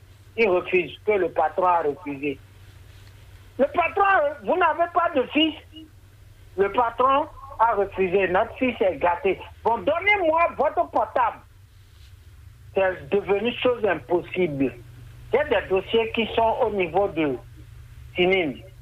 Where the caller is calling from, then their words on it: Benin; J'appelle toujours de Soyadine.